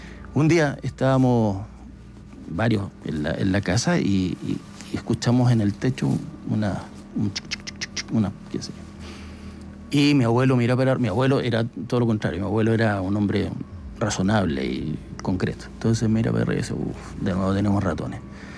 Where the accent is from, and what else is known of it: Magallanes, Chile